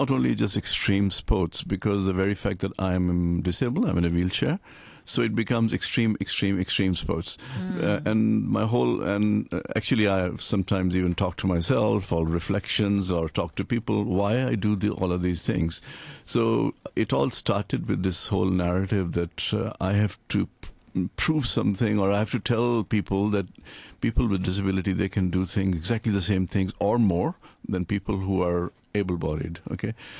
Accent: Pakistan; now in Hong Kong, Hong Kong; So originally I'm from Pakistan, and I'm an ex-military officer, and I had a spinal injury at a very young age, when I was 21 years old.

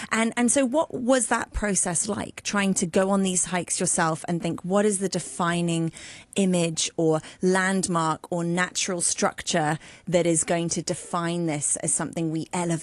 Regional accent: Hong Kong; I grew up in Hong Kong as well. I had so much fun here as a teenager for that exact reason.

